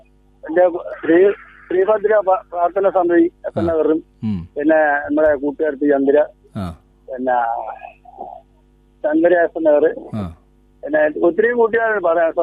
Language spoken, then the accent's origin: Malayalam; Thrikkunnapuzha, Kerala, India; തൃക്കുന്നപ്പുഴ, ആലപ്പുഴയിൽ.